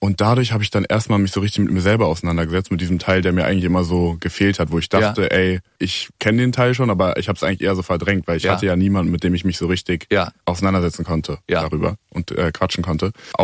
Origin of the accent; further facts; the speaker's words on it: Melsungen, Hesse, Germany; In Kassel, also Nähe Kassel, Melsungen heißt das.